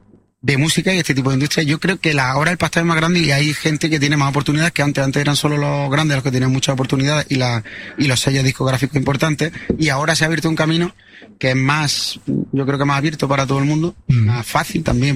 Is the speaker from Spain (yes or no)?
yes; Linares, Andalusia, Spain; now in Almería, Spain; Yo soy almeriense de adopción. Yo soy de Linares, de Jaén. Llevo aquí viviendo ya 25 años.